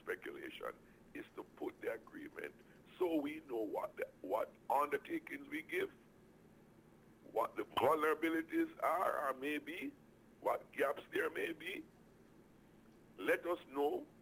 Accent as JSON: {"language": "English", "country": "Jamaica", "said": "the information that comes to us as a Jamaican people is a bit sketchy, inconsistent, etc."}